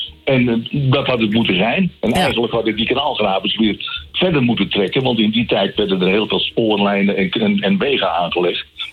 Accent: IJmuiden, North Holland, Netherlands; Want ik kom hier vandaan. Ik kom uit IJmuiden vandaan.

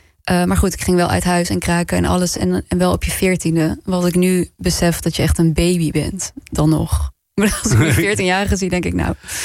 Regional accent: Wijchen, Gelderland, Netherlands; Maar ik groeide op in Wijchen.

